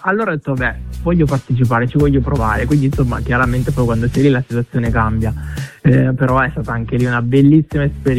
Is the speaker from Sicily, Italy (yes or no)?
yes; Vittoria, Sicily, Italy; now in Perugia, Italy